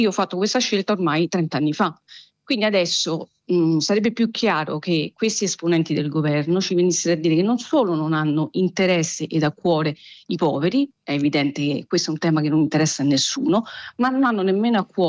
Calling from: Rome, Lazio, Italy; sono di Roma e viaggio con i mezzi pubblici

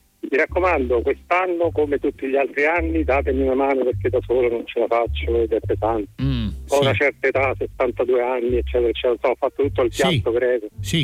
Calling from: Ciampino, Lazio, Italy; Allora, io sono nella periferia di Ciampino, ancora parzialmente campagna, però sta arrivando inevitabilmente il cemento ad affogarmi.

